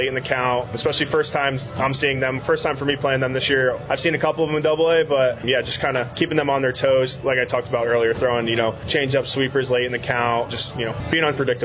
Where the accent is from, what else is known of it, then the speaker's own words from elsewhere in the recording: Rhode Island, United States; Spent it all at home where I'm from in Rhode Island